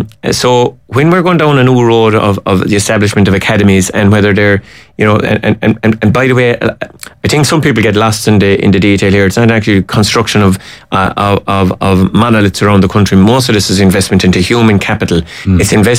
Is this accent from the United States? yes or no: no; Ireland; that's not what we are as Irish people.